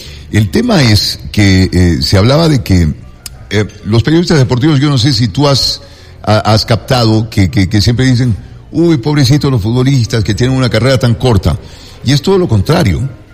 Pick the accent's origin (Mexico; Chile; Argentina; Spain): Spain; Pero ahora, también hay que entender, nosotros somos españoles.